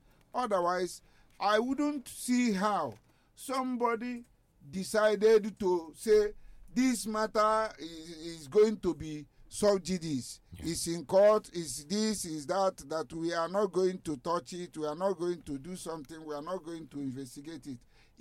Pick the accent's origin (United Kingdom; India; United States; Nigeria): Nigeria; I am a Nigerian